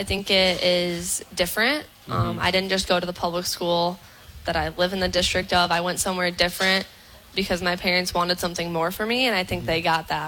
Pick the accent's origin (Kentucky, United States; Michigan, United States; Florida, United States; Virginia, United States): Michigan, United States; Flint; moved away as an adult; also born or lived in Holly, Michigan; now in Youngstown, United States; my address says I'm from Hawley. I spent 95% of my childhood in Flint.